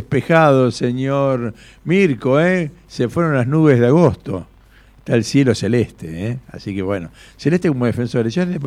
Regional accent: Argentina; somos los argentinos exitistas.

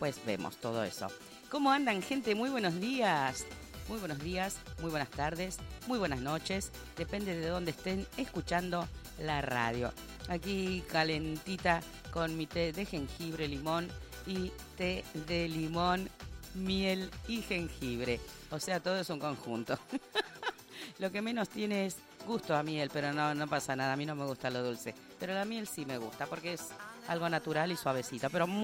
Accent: Argentina; Debe ser porque somos argentinos

